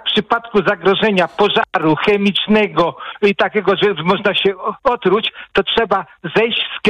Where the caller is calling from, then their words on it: Płock, Masovian Voivodeship, Poland; Ja jestem z Płocka